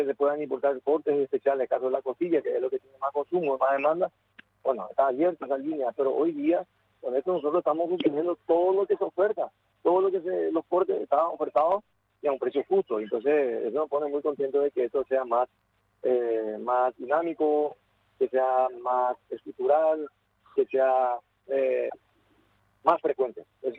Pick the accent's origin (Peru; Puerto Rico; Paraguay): Paraguay; capacidad y discernimiento de entender qué es lo que nos conviene y qué es lo que no nos conviene como paraguayos.